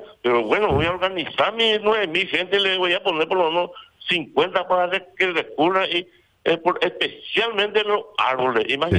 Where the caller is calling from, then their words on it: Paraguay; Así como somos también los paraguayos.